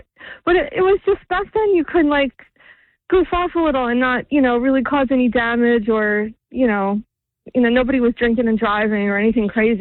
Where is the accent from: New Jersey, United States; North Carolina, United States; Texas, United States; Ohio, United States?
New Jersey, United States; Jackson; we grew up in Jackson.